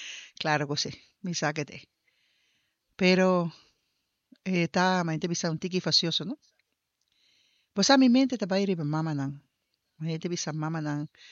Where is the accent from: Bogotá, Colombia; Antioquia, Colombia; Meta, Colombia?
Bogotá, Colombia; born there; Claro, esto nací en Guama casa. No, en Bogotá.